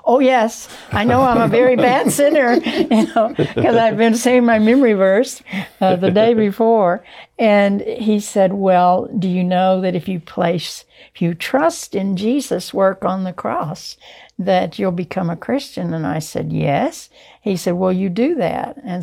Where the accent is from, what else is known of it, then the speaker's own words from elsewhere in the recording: Pasadena, Texas, United States; also born or lived in South Houston; And then we moved from South Houston to Pasadena, Texas, and played with another neighbor friend named Linda, and I brought her to camp with me, probably when I was about 10 years old or so.